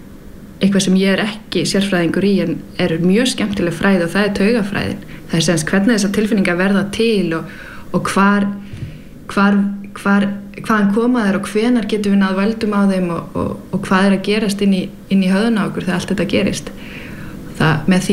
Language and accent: Icelandic; Denmark; now in Iceland; nú er ég alinn upp í Danmörku og það er mjög, mjög sjaldan að þú verður fyrir reiði í opinberu rými